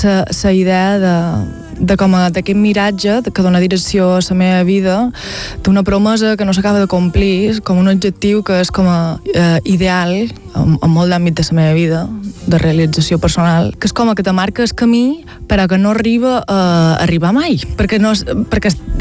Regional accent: Valldemossa, Balearic Islands, Spain; per defecte som mallorquina i a més som de Vall de Mossa, que vendria a ser el poble més paradisíac i més turístic de tot Mallorca.

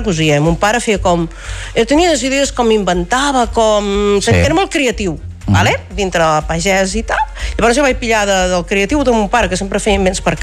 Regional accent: Riudoms, Catalonia, Spain; Jo soc de Riudoms.

